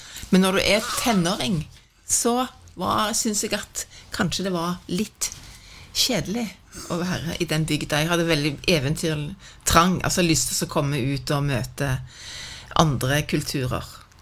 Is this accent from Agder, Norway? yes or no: yes; Sirdal, Agder, Norway; vi bodde I en bygd, Sirdal, Sør-Vestlandet. Og der jeg vokste opp